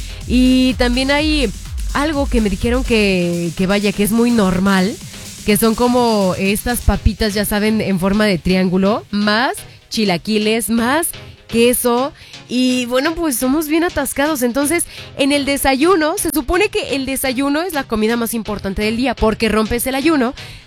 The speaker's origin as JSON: {"language": "Spanish", "country": "Mexico", "said": "fíjense cómo somos los mexicanos"}